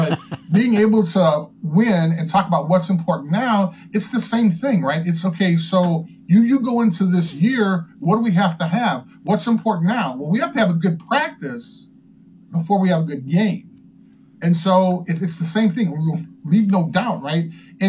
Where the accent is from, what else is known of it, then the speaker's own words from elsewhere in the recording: Chicago, Illinois, United States; being a Chicagoan, and being this kid who, like, literally had every dream come true as a young kid. And I had a great, great time in Chicago